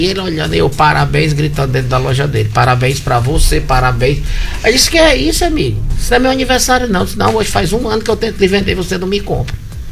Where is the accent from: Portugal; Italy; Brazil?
Brazil; Fortaleza, Ceará; born there; Nasci em Fortaleza